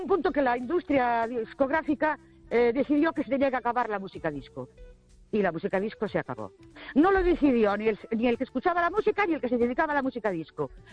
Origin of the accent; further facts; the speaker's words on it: Ourense, Galicia, Spain; Buenas noches … de Orense.